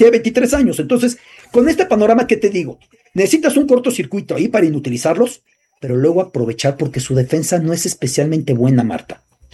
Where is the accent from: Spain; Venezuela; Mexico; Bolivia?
Mexico; Mexico City; con todo y que soy de la Ciudad de México